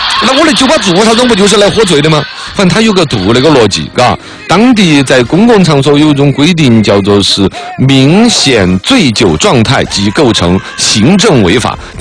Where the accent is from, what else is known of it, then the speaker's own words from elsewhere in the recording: Chengdu, Sichuan, China; 这个尤其我们成都人哈